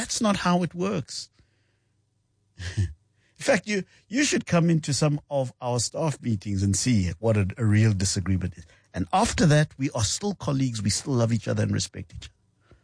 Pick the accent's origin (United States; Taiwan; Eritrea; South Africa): South Africa; we share this identity that we are South African. These are my countrymen. These are South Africans. I share that identity with them.